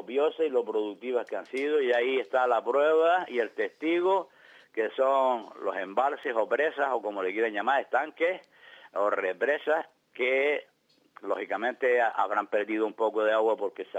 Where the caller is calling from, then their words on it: Canary Islands, Spain; todos nosotros los canarios